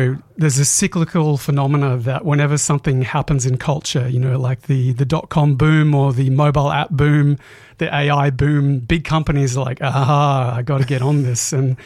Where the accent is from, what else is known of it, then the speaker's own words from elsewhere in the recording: Kuranda, Queensland, Australia; also born or lived in Mareeba; But honestly, I grew up mainly in North Queensland, Caranda, Mareeba, moved all around the world.